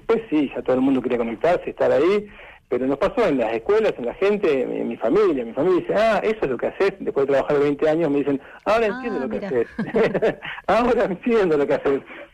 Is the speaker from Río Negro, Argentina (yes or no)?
yes; San Carlos de Bariloche, Río Negro, Argentina; yo soy Bariloche, yo me crié con naturaleza y me crié ahí en el ambiente